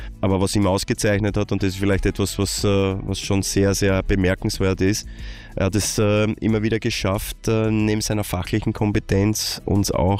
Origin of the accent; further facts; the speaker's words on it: Graz, Styria, Austria; und meine erste Station ist glücklicherweise nicht in Wahrheit eine Station, sondern ist in Wahrheit meine Heimat. Ich habe das Glück gehabt, als Steirer, als Grazer, bei dem Verein, den ich jedes Wochenende die Daumen gedrückt habe